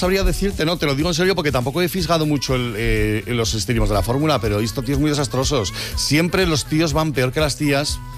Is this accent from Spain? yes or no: yes; Madrid, Community of Madrid, Spain; yo soy madrileño, pero soy de madre aragonesa.